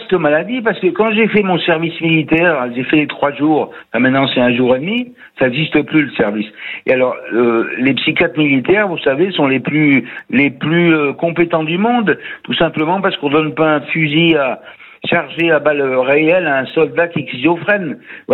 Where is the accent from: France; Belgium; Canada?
France; Grenoble, Auvergne-Rhône-Alpes; moved away as an adult; now in Lyon, France; Non mais je suis originaire de Grenoble mais je suis arrivé à Lyon après le service militaire pour travailler voilà.